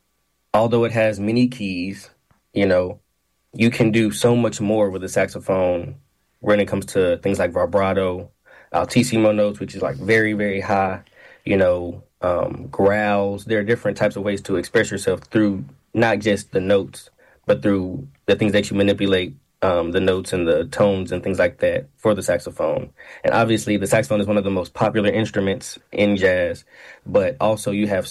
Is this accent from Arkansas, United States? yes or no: yes; North Little Rock, Arkansas, United States; And now I'm back in my hometown of North Little Rock as a beginning band director for North Little Rock Middle School.